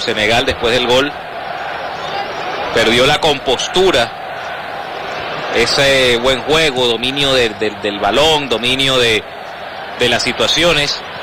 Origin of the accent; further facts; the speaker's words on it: Venezuela; y es algo que lo hemos padecido como venezolanos, Hernán, con la selección criolla